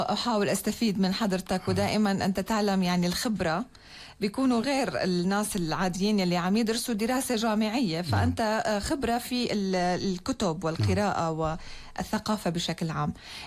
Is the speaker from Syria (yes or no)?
yes; Syria; بلدنا سوريا